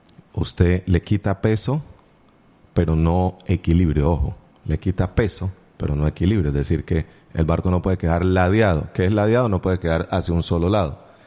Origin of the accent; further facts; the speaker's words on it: Pacific region, Colombia; born there; de los que nacimos en el Pacífico, de los que vivimos aquí